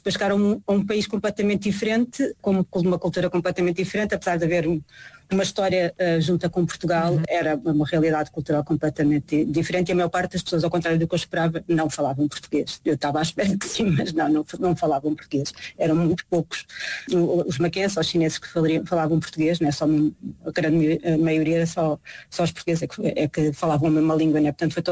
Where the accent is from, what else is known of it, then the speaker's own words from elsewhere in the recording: Macau; enquanto vivi tantos anos em Macau e apesar de ter crescido lá e ser, na realidade, o local onde eu cresci e tenho uma relação muito próxima